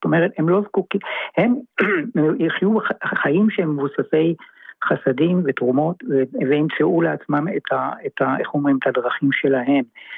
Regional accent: Haifa, Haifa District, Israel; born there; now in Herzliya, Israel; אני כמוך במקור בחיפה, חיפאי, ומבלה הרבה בהרצליה.

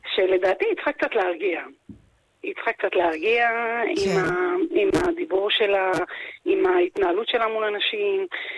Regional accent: Ramat Gan, Tel Aviv District, Israel; אני מרמת גן.

